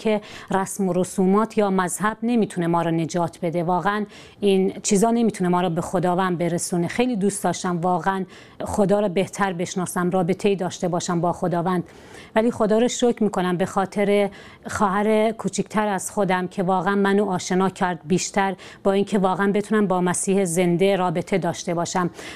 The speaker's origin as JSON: {"language": "Persian", "country": "Iran", "said": "من شخصی هستم ایرانی که در یک خانواده ایرانی و در یک خانواده کاتولیک به دنیا اومدم."}